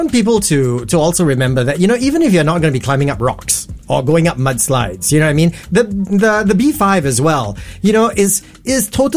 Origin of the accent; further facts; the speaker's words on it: Singapore; And as a Singaporean, you know, many people are like, oh, you know, I want to take a road trip.